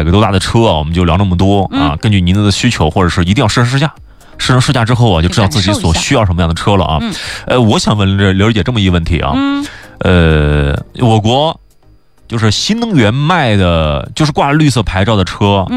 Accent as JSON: {"language": "Chinese", "country": "China", "said": "尤其是我们中国人啊"}